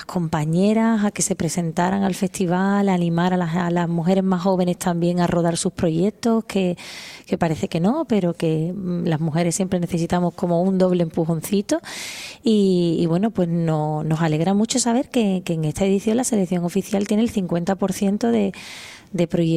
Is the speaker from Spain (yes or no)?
yes; Andalusia, Spain; accent: Andalusian